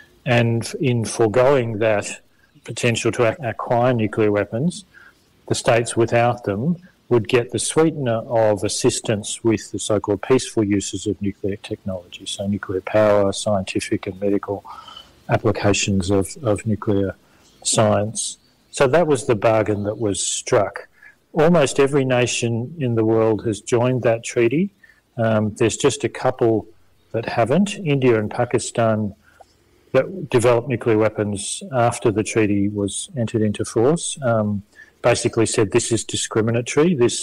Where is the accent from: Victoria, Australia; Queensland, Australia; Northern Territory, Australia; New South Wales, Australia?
Victoria, Australia; Melbourne; also born or lived in Adelaide / Hobart; My background is German. I was born in Adelaide, but grown up in Melbourne most of my life.